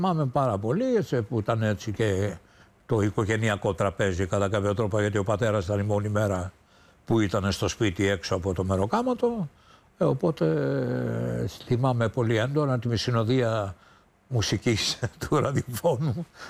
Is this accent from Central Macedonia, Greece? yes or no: no; Chaidari, Attica, Greece; also born or lived in Egaleo; Εγώ γεννήθηκα στο Εγάλαιο και πολύ μικρός, περίπου τα 3 με 3,5 μου χρόνια, μετακόμισε η οικογένειά μου στο Χαϊδάρι και άρα είμαι μεγάλος από το Χαϊδάρι.